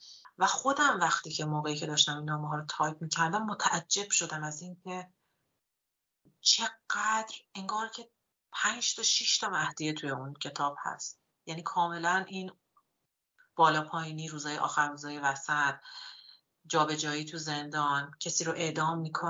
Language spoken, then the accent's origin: Persian; Iran; now in Sweden